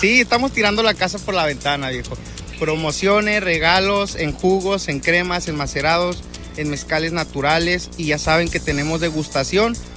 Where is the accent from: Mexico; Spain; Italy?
Mexico; Santiago Matatlán, Oaxaca; Nosotros venimos de Santiago Matatlán, Oaxaca. Es una región mezcalera, es en la zona de Oaxaca, es en la Sierra Madre, compadre. Es una zona, pues, de sierrita, no hay casi nada.